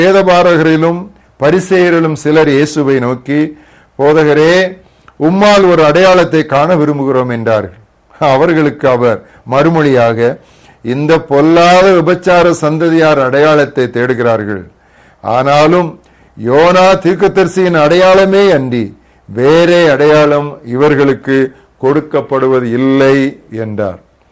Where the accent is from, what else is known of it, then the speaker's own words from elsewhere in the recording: Nazareth, Tamil Nadu, India; 2004 June மாதம் எனது சொந்த ஊராகிய நாசரேத்தில் உள்ள கிறிஸ்தவர்களுக்கு இந்த வசன அடிப்படையில் மிஷினரி சவால் கொடுத்து